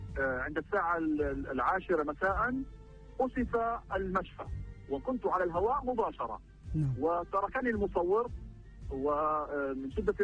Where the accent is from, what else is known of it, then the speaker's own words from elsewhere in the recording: Rafah, Gaza Strip, Palestine; born there; بعد خروجي من مدينة رفح هي مسقط رأسي